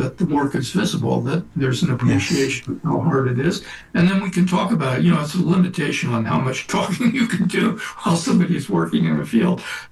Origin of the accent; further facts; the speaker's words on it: Oakland, California, United States; Then I grew up in Oakland. I didn't know anything about farm workers. I didn't know anything about Mexico or Mexicans. I didn't speak Spanish.